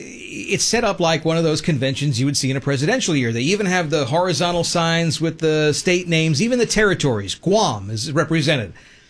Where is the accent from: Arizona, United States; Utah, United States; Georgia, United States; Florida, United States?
Florida, United States; I'm from Florida.